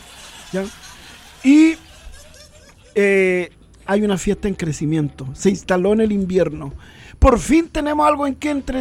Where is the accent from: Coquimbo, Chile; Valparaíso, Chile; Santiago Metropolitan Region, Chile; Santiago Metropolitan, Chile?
Coquimbo, Chile; ¡Yo soy de Coquimbo!